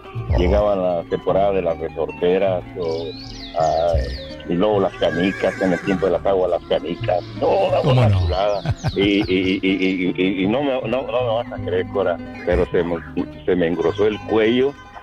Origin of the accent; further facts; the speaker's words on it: La Barca, Jalisco, Mexico; moved away; nos íbamos ahí como el pueblo mío. Yo soy de la Barca, Jalisco, allí pasa el río Lerma a un lado.